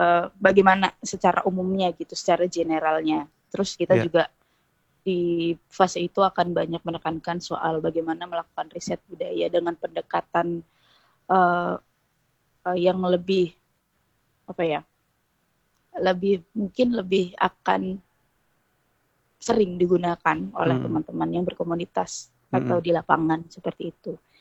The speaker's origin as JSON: {"language": "Indonesian", "region": "East Nusa Tenggara", "country": "Indonesia", "said": "kita sebagai warga Manggarai Barat ini, masyarakat di Manggarai Barat"}